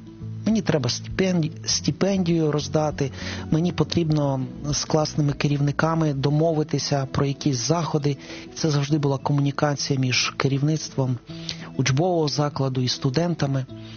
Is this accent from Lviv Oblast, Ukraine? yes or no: no; Kyiv, Ukraine; я виріс на Троєщині, в Києві на Троєщині